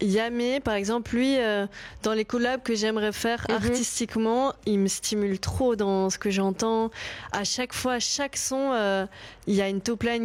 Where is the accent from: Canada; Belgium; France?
Belgium; Je pense que on est beaucoup de Belges à le citer